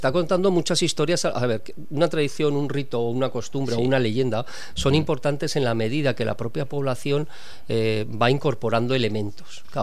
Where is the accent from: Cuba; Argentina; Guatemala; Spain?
Spain; Zaragoza, Aragon; nuestra identidad como zaragozanos